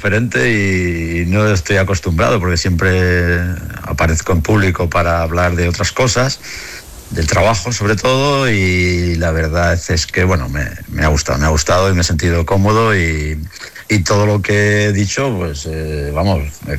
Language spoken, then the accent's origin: Spanish; Castilla-La Mancha, Spain; moved away; yo soy de La Mancha, y en La Mancha, hasta que pude salir a ver el mar, claro, me costó